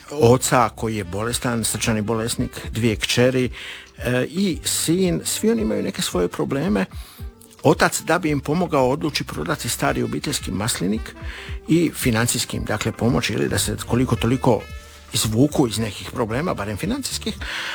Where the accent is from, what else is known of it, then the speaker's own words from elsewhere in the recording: Dalmatia, Croatia; Ja sam iz Dalmacije